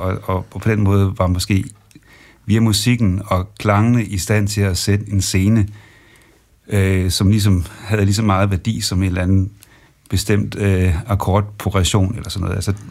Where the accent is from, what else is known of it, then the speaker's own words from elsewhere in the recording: Jutland, Denmark; dels så er vi alle sammen fra det mørke Jylland i forhold til egne, hvor man havde en tradition i forhold til at spille folkmusik, i hvert fald min bedste far gjorde det, og jeg ligesom voksede op over i forsamlingshuset